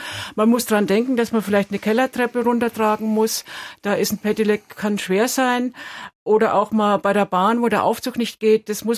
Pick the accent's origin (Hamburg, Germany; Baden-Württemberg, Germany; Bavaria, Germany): Bavaria, Germany; Würzburg; now in Munich, Germany; Also ich komme ja selber aus Würzburg.